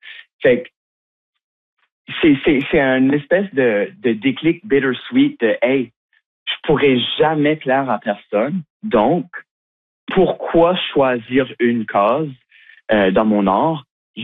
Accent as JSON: {"language": "French", "town": "Shediac", "region": "New Brunswick", "country": "Canada", "tie": "born or raised there", "said": "en grandissant à Shediac, moi, je connaissais pas de femmes trans."}